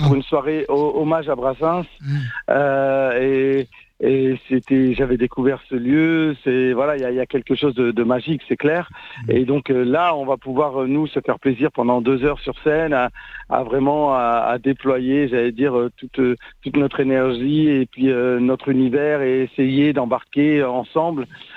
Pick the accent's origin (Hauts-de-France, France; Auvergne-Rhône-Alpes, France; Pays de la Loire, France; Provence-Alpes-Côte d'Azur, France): Hauts-de-France, France; Lille; donc on a commencé à Lille, hein, on est originaire de Lille, là-haut à la maison